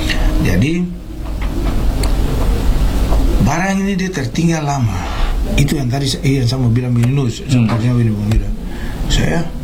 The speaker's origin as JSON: {"language": "Indonesian", "town": "Sorong", "region": "Southwest Papua", "country": "Indonesia", "said": "Lu kan kita anak Sorong ini mau kemana saja, kita persatuan mau dirantau, di mana anak Sorong tuh kompak."}